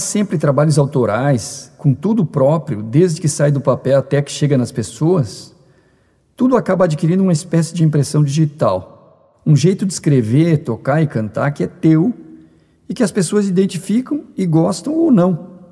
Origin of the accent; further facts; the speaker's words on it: Rio Grande do Sul, Brazil; E nunca para a fronteira oeste, que curiosamente é de onde eu sou.